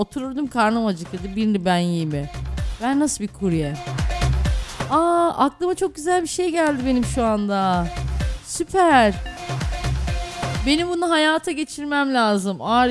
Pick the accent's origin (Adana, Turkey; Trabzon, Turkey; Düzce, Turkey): Düzce, Turkey; Biz Düzceliyiz kardeşim. Biz tanımıyor musunuz? Biz Düzceliyiz falan.